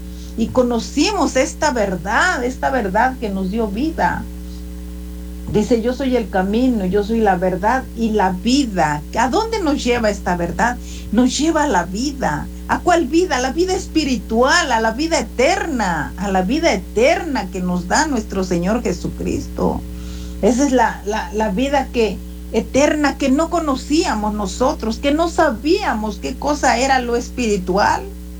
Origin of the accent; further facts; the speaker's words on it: Guerrero, Mexico; Cuando yo estaba chica, en Guerrero, donde yo nací, cuando vivían mis padres